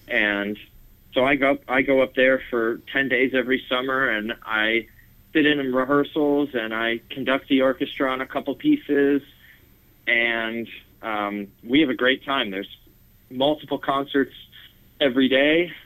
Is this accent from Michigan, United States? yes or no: yes; Saginaw, Michigan, United States; You know, I'm from Saginaw, and I'm really happy to be still involved with the music community of Saginaw